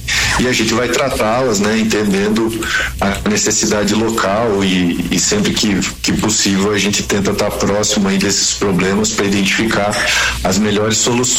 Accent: Santa Catarina, Brazil; now in Bento Gonçalves, Brazil; Eu sou natural de Santa Catarina.

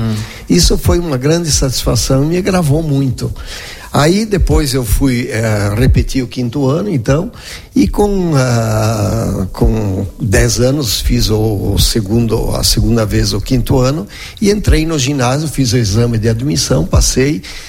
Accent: Marau, Rio Grande do Sul, Brazil; Eu nasci em Marau, numa casa que era em frente ao Altar da Pátria, que temos hoje na Avenida Júlio Borella. Na época se nascia na casa, né?

